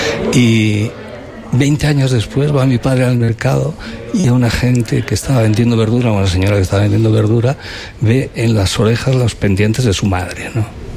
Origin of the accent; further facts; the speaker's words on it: Pamplona, Navarre, Spain; born there; Nací en Pamplona en el 69, ¿no?